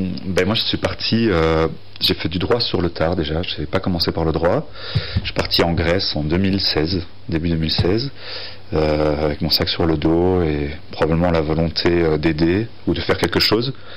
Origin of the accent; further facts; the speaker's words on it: Belgium; moved away as an adult; now in France; je suis pas français, je viens de Belgique.